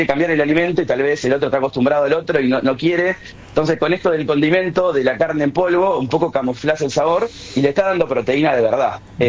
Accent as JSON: {"language": "Spanish", "town": "Mar del Plata", "region": "Buenos Aires Province", "country": "Argentina", "said": "No somos nada. De hecho, yo soy de Mar del Plata y él, entiendo que de Córdoba."}